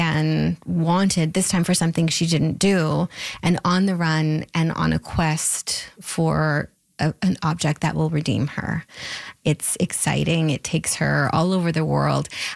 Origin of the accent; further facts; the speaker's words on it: Canada; And stop being so Canadian about it, right? We can be proud and I think it's happening.